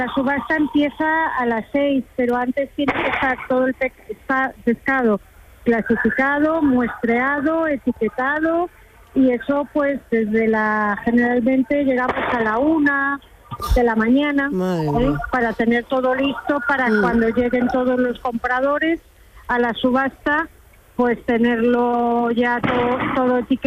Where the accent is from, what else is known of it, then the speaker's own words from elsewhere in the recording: Marín, Galicia, Spain; yo soy de Marín, de Galicia